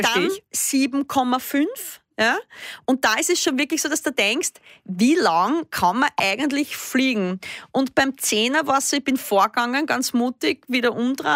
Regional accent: Ternitz, Lower Austria, Austria; ich bin ja auch immer mit 15 da in dieses Bad in Ternitz, wo ich aufgewachsen bin, gegangen

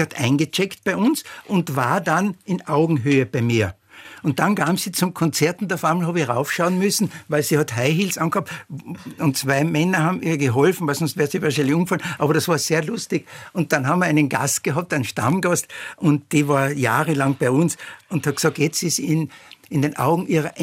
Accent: Carinthia, Austria; now in Vienna, Austria; Kärnten. Ich bin Kärntner.

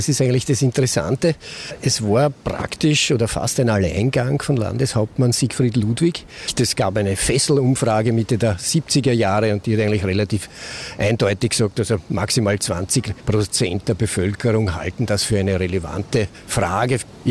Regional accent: Lower Austria, Austria; Ich komme ja aus dem Weinviertel, aus der Nähe von Wien

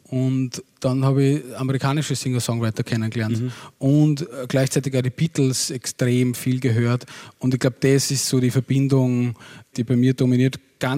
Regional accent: Upper Austria, Austria; Also bei uns im Innviertel gibt es die Liedertafel. Das war das Einzige.

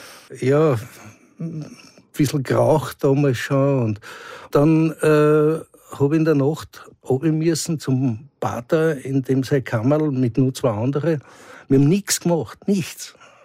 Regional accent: Bad Gastein, Salzburg, Austria; Ich bin am Land aufgewachsen, in Gastein

